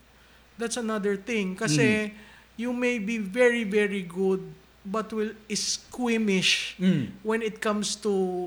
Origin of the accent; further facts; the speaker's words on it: Mimaropa, Philippines; Ako'y taga-Oriental Mindoro.